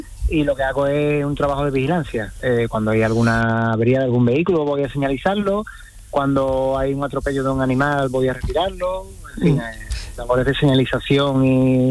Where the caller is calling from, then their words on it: Andalusia, Spain; Estoy en la zona sureste de Sevilla.